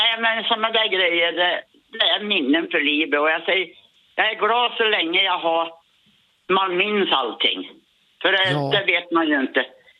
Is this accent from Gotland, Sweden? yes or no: no; Söderhamn, Gävleborg County, Sweden; also born or lived in Jämtland; now in Karlsborg, Sweden; Nej, jag är från Söderhamn i botten. Men jag bodde uppe i Jämtland i 35 år till jag flyttade ner till Karlsborg för 17 år sedan.